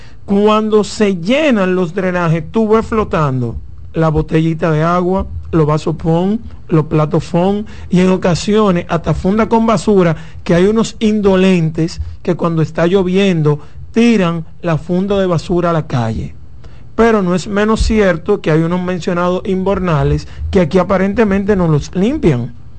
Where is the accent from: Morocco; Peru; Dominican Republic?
Dominican Republic; nosotros como dominicanos.